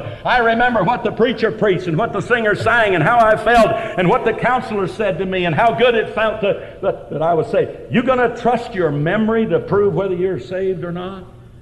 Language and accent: English; Ireland; Now, I don't mind a good fight. I'm Irish.